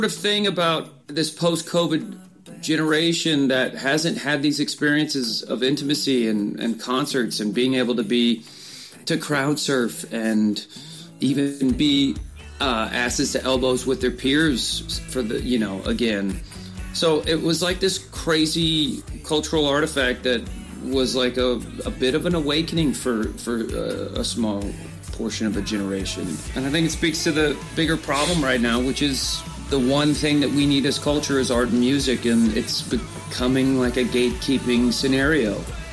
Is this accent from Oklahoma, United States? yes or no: yes; Oklahoma, United States; We're from Oklahoma. We've always had red dirt in our shoes. And this is a song that is an homage to that, where we come from.